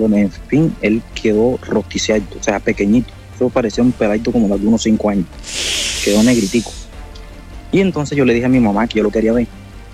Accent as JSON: {"language": "Spanish", "town": "Puerto Escondido", "region": "Oaxaca", "country": "Mexico", "lives_now": "Argentina", "said": "soy de Puerto Escondido, pero en este momento estoy acá en Argentina."}